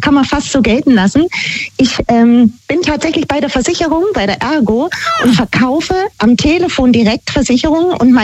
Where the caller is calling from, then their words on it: Fürth, Bavaria, Germany; Ich bin aus Fürth.